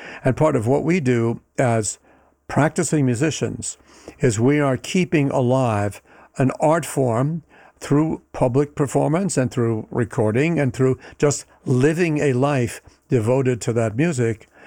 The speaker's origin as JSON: {"language": "English", "town": "New York City", "region": "New York", "country": "United States", "tie": "born or raised there", "said": "I grew up in New York City, took the New York City subways as a kid."}